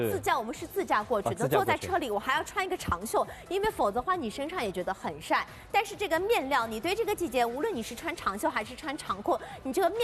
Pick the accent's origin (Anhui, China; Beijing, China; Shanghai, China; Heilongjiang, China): Shanghai, China